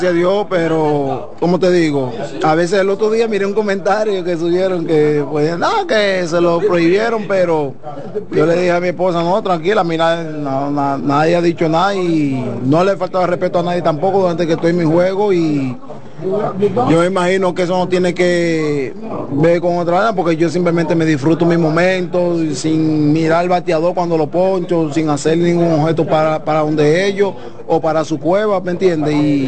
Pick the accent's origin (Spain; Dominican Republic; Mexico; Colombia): Dominican Republic; yo soy raíz haitiana, sí. Eso es naturalmente de parte madre y de parte padre. Yo soy nací en Dominicana, me crié en Dominicana, soy dominicano, pero mis raíces, todo el mundo sabe que yo soy haitiano.